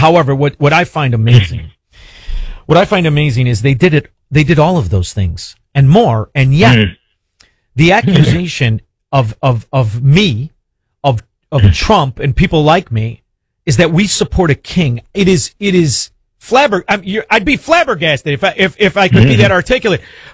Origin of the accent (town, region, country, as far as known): United States